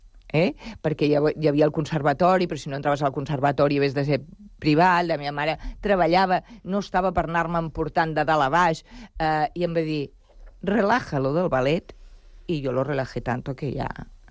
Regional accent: Barcelona, Catalonia, Spain; born or raised there; Catalan is a second language

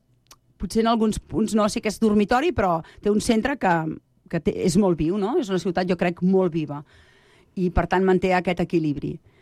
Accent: Berga, Catalonia, Spain; now in Sant Cugat, Spain; La idea de que nosaltres som tots dos de Berga i, per tant, tenim aquell lloc sempre allà ficat, no?

